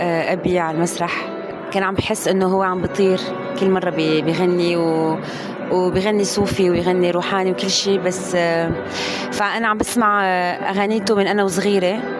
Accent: Syria; also born or lived in France; أنا كفرنسية وسورية ما في كتير أوقات ما كان أعرف من وين أنا، يعني إذا أنا سورية أو فرنسية

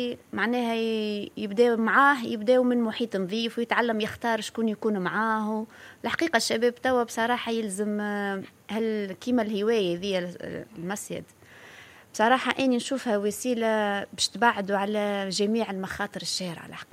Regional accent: Tunisia

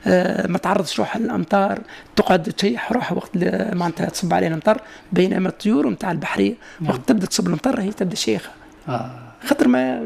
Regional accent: Tunisia; انا مش نعطي بالنسبه للطيور المائيه اللي عندنا في تونس حاليا

